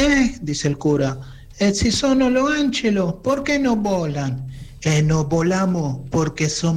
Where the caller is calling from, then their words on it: Lanús, Buenos Aires Province, Argentina; de Lanús.